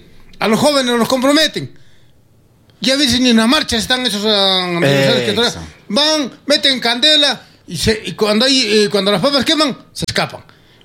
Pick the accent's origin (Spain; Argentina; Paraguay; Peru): Peru; nosotros peruanos